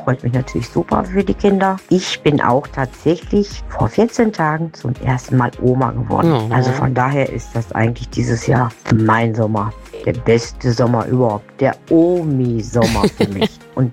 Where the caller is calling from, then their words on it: Bocholt, North Rhine-Westphalia, Germany; ich komme aus Bocholt.